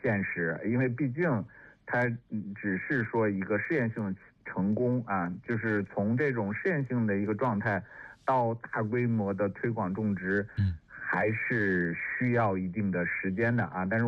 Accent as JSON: {"language": "Chinese", "country": "China", "said": "我们中国人"}